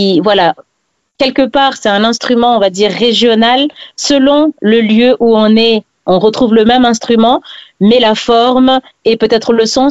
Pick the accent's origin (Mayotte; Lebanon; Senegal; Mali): Mayotte; Est-ce que quand on dit je suis mahoraise, est-ce que finalement j'ai poussé ici à Mayotte?